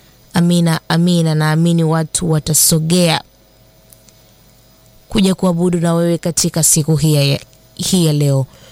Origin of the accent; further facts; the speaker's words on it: Kiteto, Manyara, Tanzania; natokea Manyara Kiteto kata ya Laiseli kijiji Masikilo.